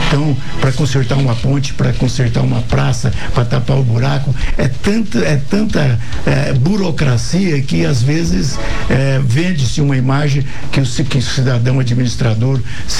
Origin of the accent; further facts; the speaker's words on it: São José do Rio Preto, São Paulo, Brazil; born there; moved away as an adult; also born or lived in General Salgado / Cassilândia; now in Campo Grande, Brazil; É do interior. Eu nasci em José Bonifácio, ali ao lado de São José do Rio Preto